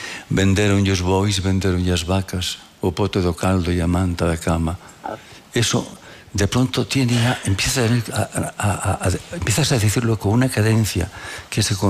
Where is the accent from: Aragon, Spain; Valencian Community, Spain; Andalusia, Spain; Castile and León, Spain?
Castile and León, Spain; Porque Castilla, yo soy enamorado de Castilla, pero a mí, amigo, El Bierzo, el río Sil, donde aprendiste a nadar, aquel clima, aquellas nieblas y aquellos mon